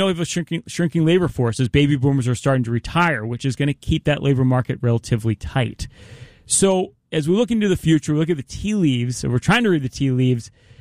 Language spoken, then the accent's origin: English; Philadelphia, Pennsylvania, United States; You know, I'm from Philadelphia. I got to keep it simple.